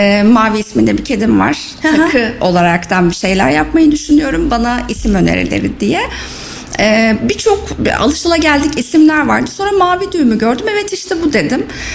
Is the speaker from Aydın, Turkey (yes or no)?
no; İskenderun, Hatay, Turkey; moved away as an adult; also born or lived in Gaziantep; now in Kayseri, Turkey; aslen Antepli, Gaziantepli. Doğma büyüme İskenderunlu. 85 doğumluyum. Evliyim. 22 yıldır Kayseri'deyim. Oh, artık maşallah. Kayserili oldum.